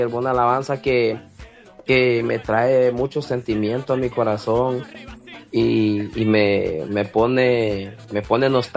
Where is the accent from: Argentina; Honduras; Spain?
Honduras; now in United States; Ir a Honduras y regresar a mi tierra